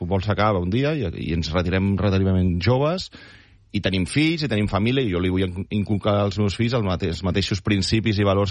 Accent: Granollers, Catalonia, Spain; sóc de Granollers

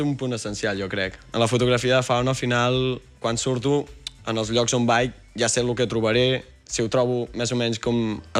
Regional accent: Berga, Catalonia, Spain; Sí, sí, sóc de Berga.

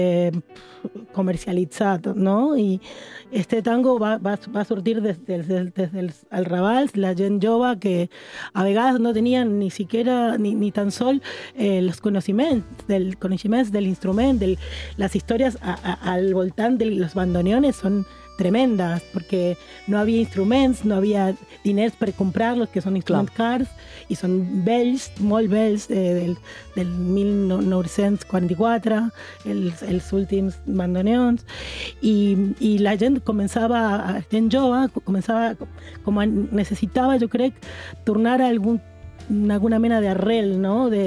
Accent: Mendoza, Argentina; A més, Ezequiel i jo ni tan sols som de Buenos Aires, som de Mendoza.

